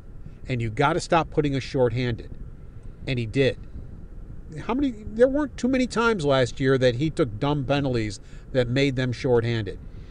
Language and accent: English; Buffalo, New York, United States